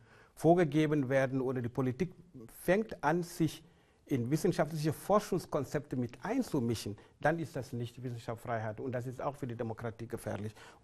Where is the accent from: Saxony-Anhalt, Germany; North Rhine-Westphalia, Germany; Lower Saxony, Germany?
Saxony-Anhalt, Germany; Halle; als Sachsen-Anhaltiner, als Hallenser, sage ich einfach, es ist nicht egal.